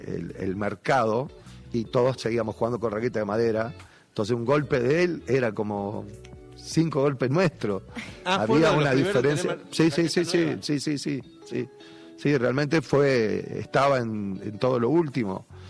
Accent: Buenos Aires Province, Argentina; moved away as an adult; now in San Salvador de Jujuy, Argentina; hoy por hoy me siento jujeño, no bonaerense, digamos, porque me armé, me formé, me terminé de criar, de formar como persona

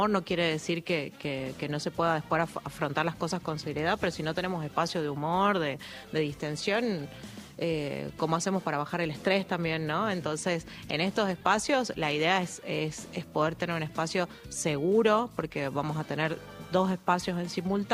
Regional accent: northern Argentina, Argentina; para entender que no es solamente el fútbol lo que nos convierte en argentinos, sino que es los valores que tenemos como país y nosotros como norteños

